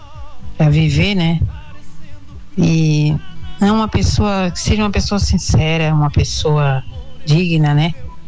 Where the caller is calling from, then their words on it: Imbituba, Santa Catarina, Brazil; sou de Imbituba.